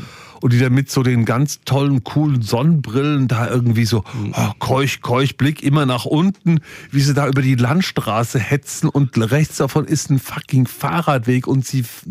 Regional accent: Germany; Ich bin Deutscher.

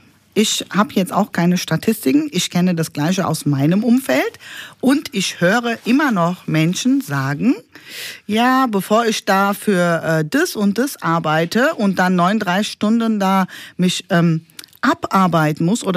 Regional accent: Flörsheim am Main, Hesse, Germany; ich komme ja aus Flörsheim ursprünglich

